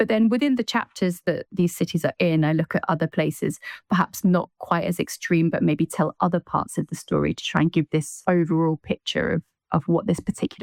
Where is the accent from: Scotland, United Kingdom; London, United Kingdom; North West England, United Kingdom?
Scotland, United Kingdom; Glenrothes; Glenrothes, my hometown